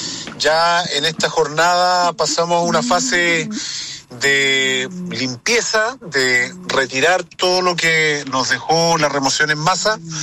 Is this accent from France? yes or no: no; Corral, Los Ríos, Chile; Yo soy nacido y criado acá en Corral